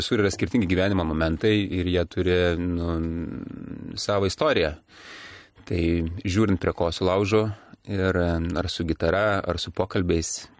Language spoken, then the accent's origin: Lithuanian; Agluonėnai, Klaipėda County, Lithuania; ir aš augau Aglonėnuose. Aglonėnai, Klaipėdos rajonas, dabar priklauso ir tada priklausė Mažosios Lietuvos regionui ir mokiausi, aš pradžioj pradinį mokyklą į pačios Aglonėnuose, o paskui mokiausi Klaipėdai.